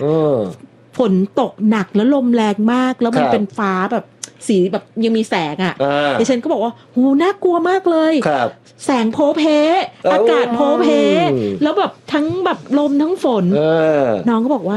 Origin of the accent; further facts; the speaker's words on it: Pattani, Thailand; now in Bangkok, Thailand; ส่วนดิฉันถึงแม้อาศัยอยู่ในกรุงเทพแต่ดิฉันก็มีความเป็นคนปัตตานี